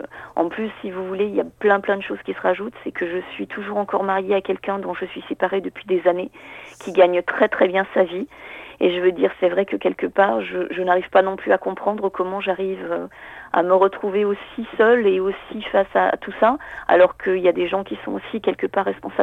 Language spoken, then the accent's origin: French; Strasbourg, Grand Est, France; moved away as an adult; now in southern France; Strasbourg est ma ville natale. Hein, c'est une ville où j'y ai passé les 30 dernières années. Et en fait, si vous voulez, je suis aujourd'hui dans le sud.